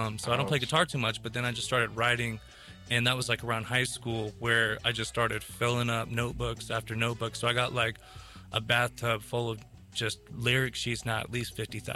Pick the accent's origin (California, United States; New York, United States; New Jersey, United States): California, United States; Somis; now in Ventura County, United States; Yeah, just from 805. Mm-hmm. Grew up in Somas, and now I'm just in Ventura County. Mm-hmm. Just always around these parts